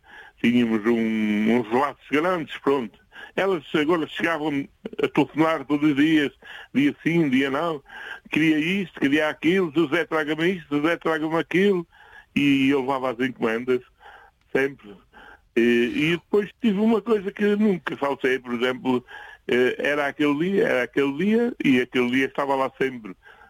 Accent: Mata, Castelo Branco, Portugal; born there; Eu nasci na Mata. É uma aldeia perto aqui de Castelo Branco, 17 km de Castelo Branco.

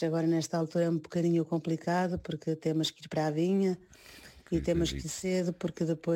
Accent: Freixiel, Bragança, Portugal; a minha terra, que é Freixel

